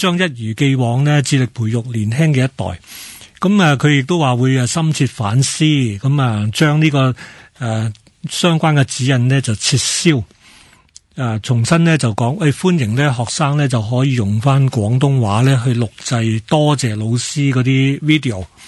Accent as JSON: {"language": "Cantonese", "country": "Hong Kong", "first_language": "Cantonese", "said": "母语系我哋自己喺香港嘅一种身份认同啦，系咪讲广东话由小到大。"}